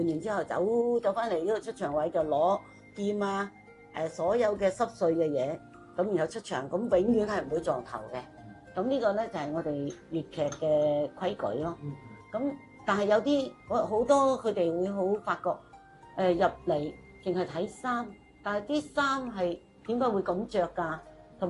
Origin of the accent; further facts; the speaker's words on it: Macau; 我咧就係、是、澳門啦，土生土長嘅，咁但係咧就係、是、我係佛山人。